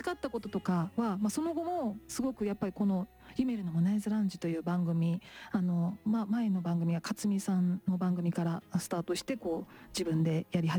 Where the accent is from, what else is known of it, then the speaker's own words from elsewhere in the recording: Kagawa, Japan; moved away as an adult; now in Tokyo, Japan; 私地元の香川県にいた頃は